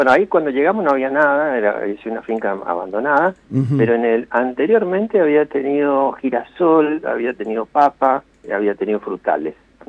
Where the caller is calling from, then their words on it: Catitas, Mendoza, Argentina; En Catitas.